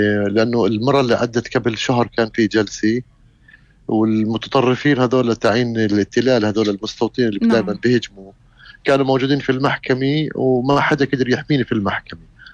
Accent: Palestine; بما أني أنا فلسطيني

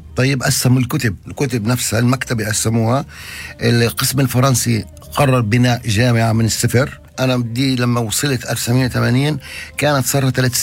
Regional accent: Palestine; بدي أعرف يعني منين إحنا فلسطينيين خصوصا، يمكن إحنا موهبة رائعة لتعلم اللغات.

